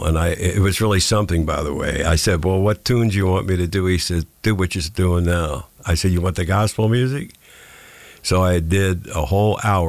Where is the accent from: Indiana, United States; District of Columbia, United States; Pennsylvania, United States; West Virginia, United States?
Pennsylvania, United States; York; I was singing in my hometown in York, Pennsylvania.